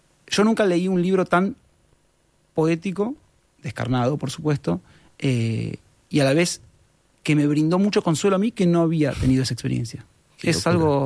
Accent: Buenos Aires, Argentina; moved away as an adult; now in Uruguay

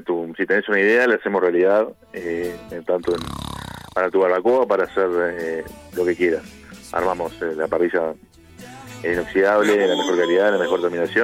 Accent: Montevideo, Uruguay; Yo soy de Manga.

